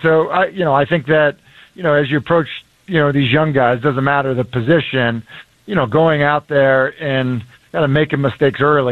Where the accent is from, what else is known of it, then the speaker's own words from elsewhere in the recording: Northeast, United States; Well, really, a better example is like growing up in the Northeast or like starting to raise my kids in the Northeast.